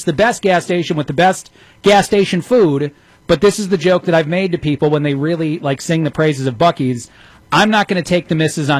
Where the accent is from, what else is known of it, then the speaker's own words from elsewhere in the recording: East Coast, United States; moved away; I am from the East Coast originally.